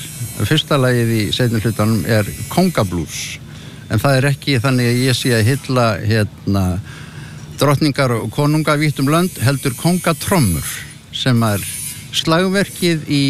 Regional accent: Western Region, Iceland; Ég kom við á þessu flakki sem sveitamaður, ólst upp í Dölunum, gagnfræðaskóli í Stykkishólmi, síðan Hamrahlíð

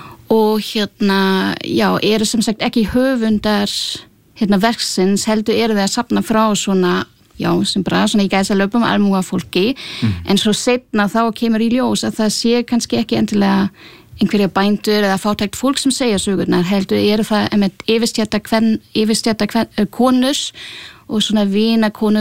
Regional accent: Germany; Icelandic is a second language; now in Iceland; ég er sem sagt frá Þýskalandi og ég las náttúrulega ólst upp með Grimmsævintýri

